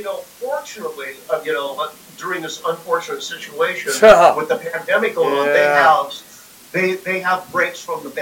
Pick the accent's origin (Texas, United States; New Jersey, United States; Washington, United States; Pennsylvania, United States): Washington, United States; Seattle; I'm from Seattle, but I don't play grunge.